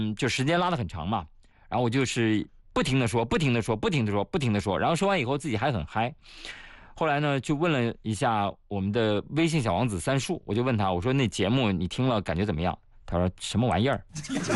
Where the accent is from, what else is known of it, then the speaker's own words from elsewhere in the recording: China; 我们中国人讲究的是知止